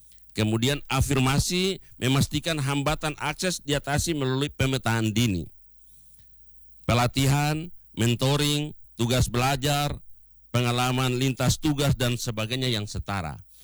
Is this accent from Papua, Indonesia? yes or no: yes; Papua, Indonesia; kita lihat tidak bisa kita menutup mata terhadap potensi itu, terutama kepada kita orang asli Papua.